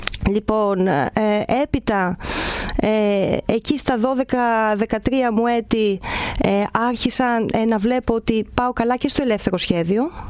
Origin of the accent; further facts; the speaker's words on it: Volos, Thessaly, Greece; moved away; Γεννήθηκα εδώ στο Βόλο και βασικά χαίρομαι που είμαι στη γενέτειρά μου αυτή τη στιγμή